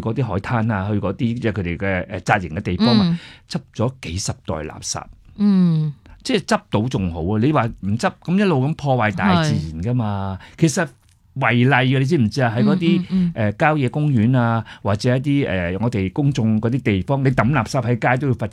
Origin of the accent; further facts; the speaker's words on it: Hong Kong; 无论我香港人我就不用提了